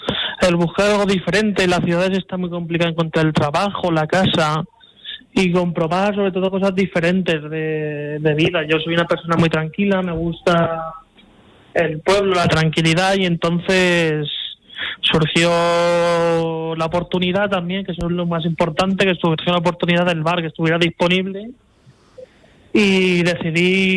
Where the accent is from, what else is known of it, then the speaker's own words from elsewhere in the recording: Elda, Valencian Community, Spain; now in Beamud, Spain; yo soy de Elda, de una ciudad de Alicante, y venía de vez en cuando aquí a Beamuth, pero sí, soy yo de aquí de... Soy de Alicante.